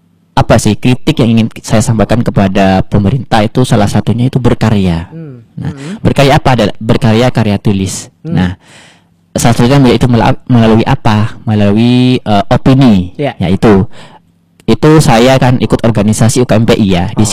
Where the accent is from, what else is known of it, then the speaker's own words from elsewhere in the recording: Indonesia; saya berasal dari kampung Mertanda